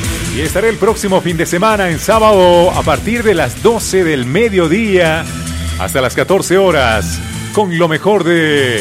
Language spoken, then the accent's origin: Spanish; Bolivia; nosotros llegamos con toda la fuerza de nuestra Bolivia, nuestra cultura, nuestras tradiciones